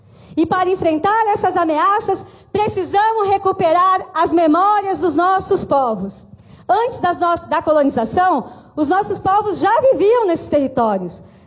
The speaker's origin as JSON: {"language": "Portuguese", "country": "Brazil", "said": "Venho do Brasil, de Pindorama, território ancestral dos povos originários"}